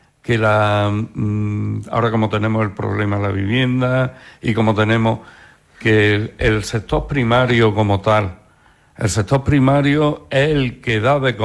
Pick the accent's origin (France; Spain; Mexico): Spain; Villanueva de Tapia, Andalusia; Nosotros somos malagueños, pero nos sentimos cordobeses y un poco también granaínos, y la verdad es que ese arraigo de cultura es lo que ha hecho que en Villanueva de Tapia, año tras año, se vaya realizando la Feria de Ganado